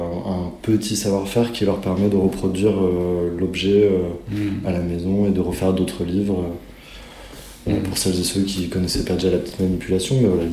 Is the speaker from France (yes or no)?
yes; Grenoble, Auvergne-Rhône-Alpes, France; now in Strasbourg, France; Moi, j'habite à Strasbourg, mais je suis originaire de Grenoble.